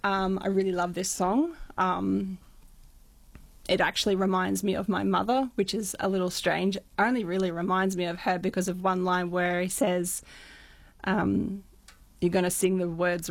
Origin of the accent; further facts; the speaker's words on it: Bundaberg, Queensland, Australia; now in Hervey Bay, Australia; Bundaberg. I've lived in Hervey Bay for almost 16 years now, so I really love it there too. But this is my hometown